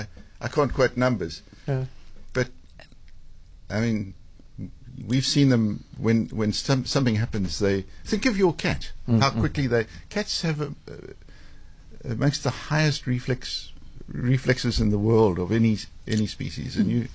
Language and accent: English; South Africa; As a South African red-blooded male